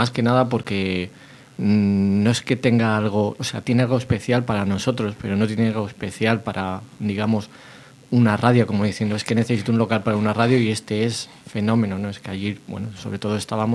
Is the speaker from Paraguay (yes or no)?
no; Leganés, Community of Madrid, Spain; yo ahora mismo me estoy acordando de Radio Leganés, que yo vengo de Leganés, y está en un pasaje comercial.